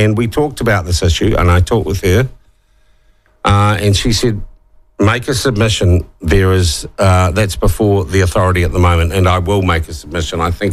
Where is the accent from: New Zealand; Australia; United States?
New Zealand; I am a Pacific Islander because I'm a New Zealander, and that's an island in the Pacific.